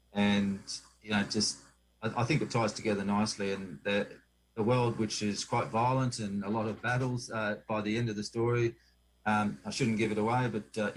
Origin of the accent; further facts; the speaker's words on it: Australia; Growing up in Australia, we really got the, you know, all the English queens and kings, and got the Roman history, got the English history.